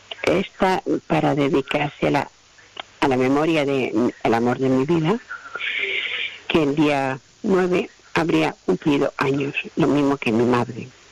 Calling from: Palma, Balearic Islands, Spain; Hola, mami. Buenas noches. … de Palma.

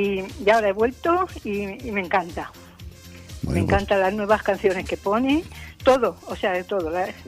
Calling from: Palma, Balearic Islands, Spain; Llamo desde Palma

